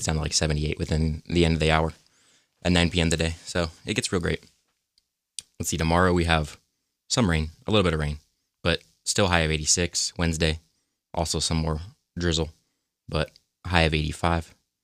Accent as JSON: {"language": "English", "town": "Dallas", "region": "Texas", "country": "United States", "moved": "yes", "said": "checking Dallas, where I'm from"}